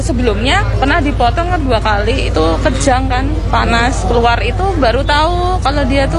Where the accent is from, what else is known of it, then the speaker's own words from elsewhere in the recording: Kulon Progo, Special Region of Yogyakarta, Indonesia; Saya asli Kulon Progo, Banten, Jogja.